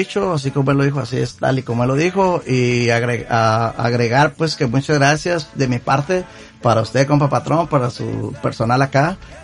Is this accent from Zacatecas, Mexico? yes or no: no; Ixtlán del Río, Nayarit, Mexico; Yo soy originario de Nayarit.